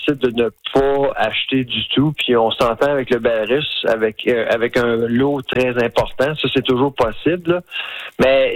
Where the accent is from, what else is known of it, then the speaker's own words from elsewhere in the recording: Saskatchewan, Canada; que ce soit chez nous, en Saskatchewan